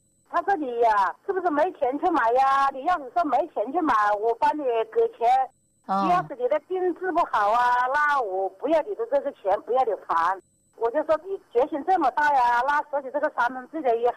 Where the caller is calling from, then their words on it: Shishou, Hubei, China; 我是湖北石首的。